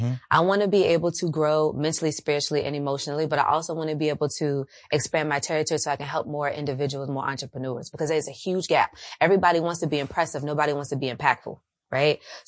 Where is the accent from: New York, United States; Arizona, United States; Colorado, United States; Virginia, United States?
Virginia, United States; Richmond; now in Charlotte, United States; That was in Richmond, my hometown.